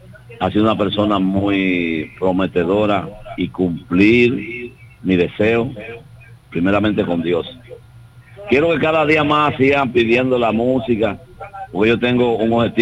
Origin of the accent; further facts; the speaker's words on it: Villa Altagracia, San Cristóbal, Dominican Republic; mi pueblo, y hacia el bonicito de Villa Altagracia